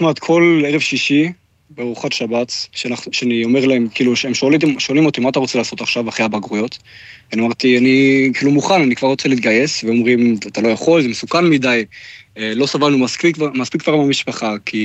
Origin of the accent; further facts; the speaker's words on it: Germany; Hebrew is a second language; גדלתי בגרמניה, בנוחות ולהיות כן. בטוח בגרמניה, אז כן, וגם זה אחד, ושתיים, גדלתי בבית ציוני מאוד, כאילו יש לנו את המחנה קיץ וחורף, של כאילו כל היהודים בגרמניה מצרפים למחנה קיץ כזה